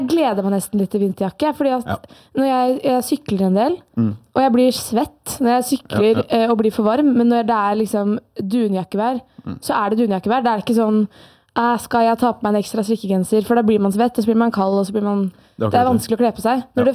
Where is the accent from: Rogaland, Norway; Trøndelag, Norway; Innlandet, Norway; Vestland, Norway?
Innlandet, Norway; Elverum; moved away; jeg kommer jo fra Elverum og er vant til kulde egentlig